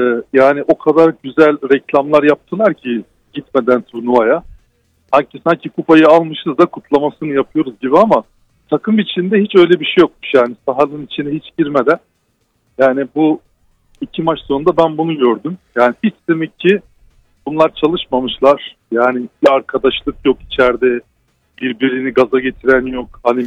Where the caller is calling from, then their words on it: Istanbul, Turkey; ben İstanbul'dan.